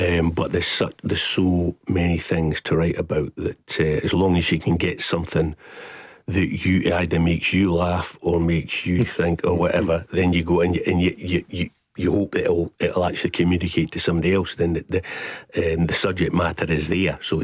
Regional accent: Edinburgh, Scotland, United Kingdom; I said, I'm from Edinburgh

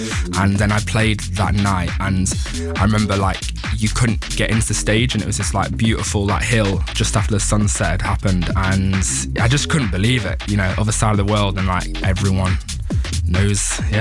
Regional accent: Sheffield, Yorkshire and the Humber, United Kingdom; moved away as an adult; also born or lived in Liverpool; I'm from Sheffield originally

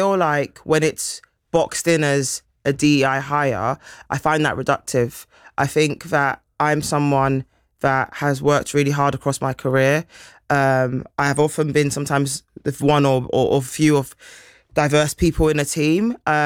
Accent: London, United Kingdom; as a Londoner

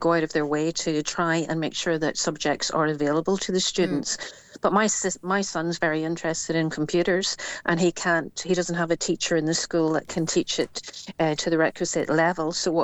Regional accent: Northern Ireland, United Kingdom; now in Mull, United Kingdom; I'm from Northern Ireland

